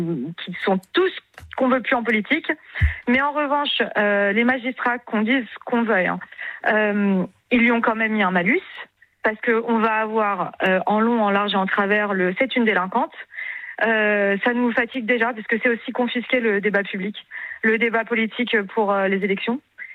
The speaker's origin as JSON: {"language": "French", "country": "France", "said": "enfin nous, on la voit en tant que Français lambda."}